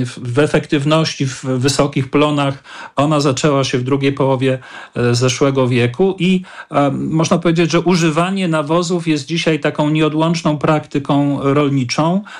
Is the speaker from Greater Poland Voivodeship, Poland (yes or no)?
no; Świętokrzyskie Voivodeship, Poland; ja też wywodzę się z rodziny rolniczej z Ponidzia, ze Świętokrzyskiego